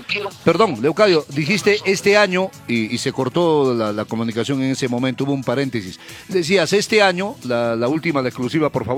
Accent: Cusco, Peru; como ciudadanos cusqueños y peruanos

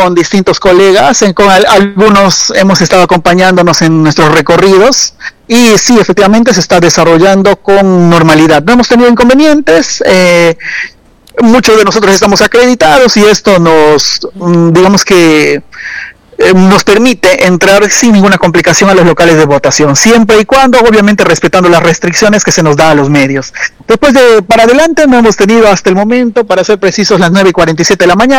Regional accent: Loreto, Peru

